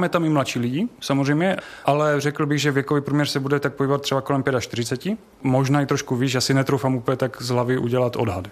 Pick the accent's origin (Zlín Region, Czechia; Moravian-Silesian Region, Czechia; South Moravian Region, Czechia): Moravian-Silesian Region, Czechia; o ten náš kraj